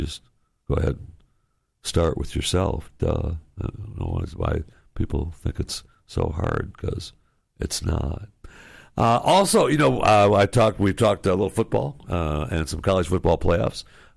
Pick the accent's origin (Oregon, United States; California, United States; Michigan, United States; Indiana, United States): Michigan, United States; born there; also born or lived in Florida; now in Texas, United States; I feel like I'm a Floridian, even though I live in Texas now. I was born in Michigan, and I've lived in, I don't know how many states I've lived in now, too many. But I've lived in Florida the longest